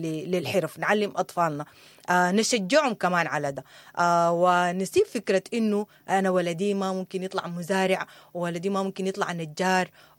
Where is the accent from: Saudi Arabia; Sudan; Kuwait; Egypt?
Sudan; لكن احنا كأسر سودانية كنا بنفكر في انه الحرف دي ما بتشبهنا